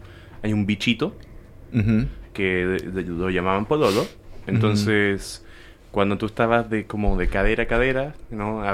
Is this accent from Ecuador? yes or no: no; Chile; born or raised there; moved away